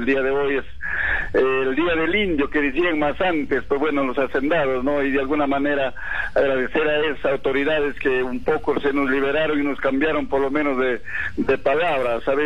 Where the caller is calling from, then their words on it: José Sabogal, Cajamarca, Peru; Radio Continente, de José Sabogal, San Marcos.